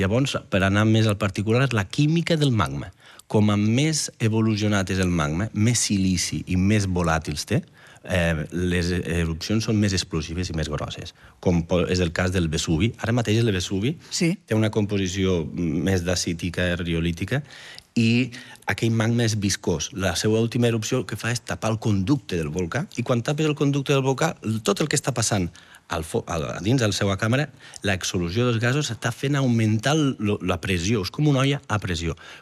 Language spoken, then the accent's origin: Catalan; Batea, Catalonia, Spain; Jo de Batea, que som de secà, que no hi ha volcans, però sí.